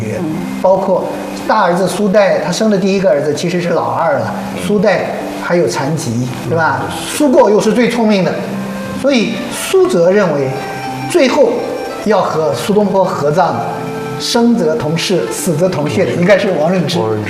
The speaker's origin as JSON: {"language": "Chinese", "country": "China", "said": "对，我们中国人哲学就是这样的。"}